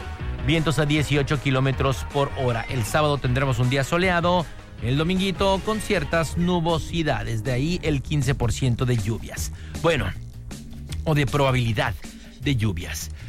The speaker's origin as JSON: {"language": "Spanish", "town": "Mérida", "region": "Yucatán", "country": "Mexico", "said": "No, espérame, soy de Mérida, no soy norteño."}